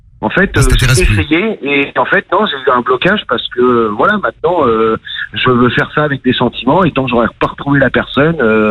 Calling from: Vernon, Normandy, France; Mais c'est pas du 59. Je vais corriger. C'est de Normandie.

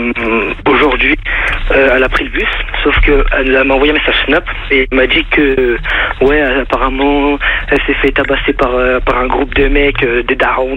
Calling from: Béziers, Occitanie, France; je suis pas de Paris, je suis de Béziers, moi.

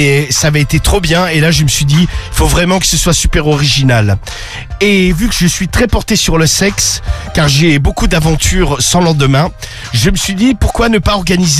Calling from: Nice, Provence-Alpes-Côte d'Azur, France; j'ai 22 ans, je suis de Nice.

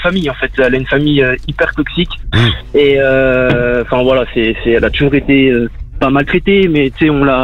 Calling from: Bourgogne-Franche-Comté, France; Je suis à Guyenveyne

